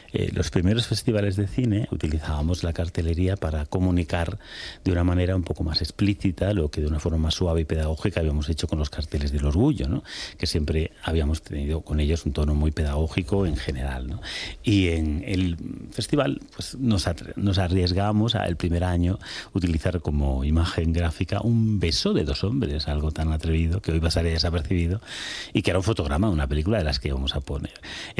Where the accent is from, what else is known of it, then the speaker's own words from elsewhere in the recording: Extremadura, Spain; les hablo de Badajoz porque es lo que yo viví